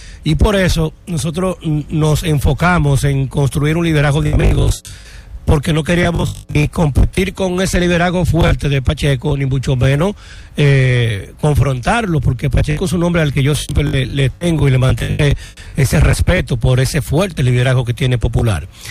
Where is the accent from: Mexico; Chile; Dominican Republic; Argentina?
Dominican Republic; Santo Domingo, Distrito Nacional; yo no soy nativo de esa circunscripción, sí soy nativo de la capital, pero no de esa circunscripción.